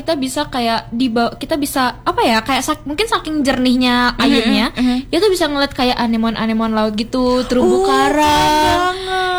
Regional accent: Tarakan, North Kalimantan, Indonesia; moved away as an adult; also born or lived in Sulawesi; now in Malang, Indonesia; Jadi lahir di Sulawesi, numpang lahir doang sebulan langsung pindah ke Tarakan gitu.

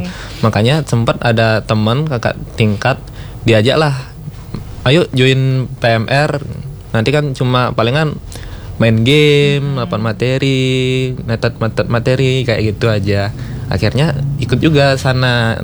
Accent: Tabanan, Bali, Indonesia; born there; moved away as an adult; now in Singaraja, Indonesia; saya ikut di SMK, itu kebetulan masih di Tabanan.

